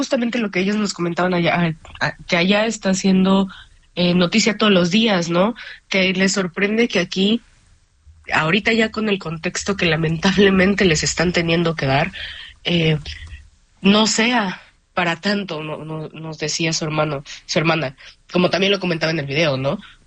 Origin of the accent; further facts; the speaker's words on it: Mexico; No afirmamos nosotras, como mexicanas, pero tal vez también nosotras ya estamos un poco sesgadas porque aquí vivimos